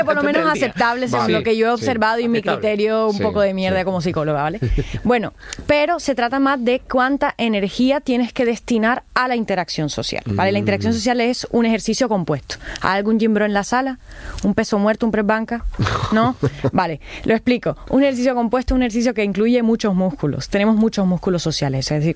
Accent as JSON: {"language": "Spanish", "region": "Caribbean Region", "country": "Colombia", "said": "Yo vengo de la Andalucía de Colombia, ¿vale? De la costa del Caribe colombiano."}